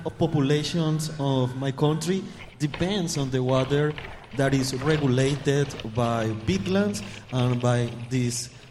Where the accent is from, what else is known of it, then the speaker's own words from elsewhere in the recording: Colombia; I come from Colombia, the country of beauty. I'm very happy to be here in Kenya.